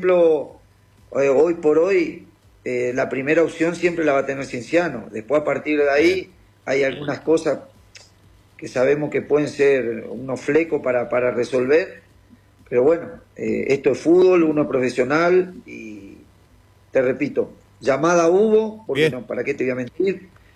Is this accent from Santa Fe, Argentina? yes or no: yes; Reconquista, Santa Fe, Argentina; also born or lived in Spain; now in Peru; soy argentino, soy de Reconquista, pero hace 24 años que vivo en España. Uh-huh. Ahora hace 3 años, 4 que estoy acá en Perú por motivos laborales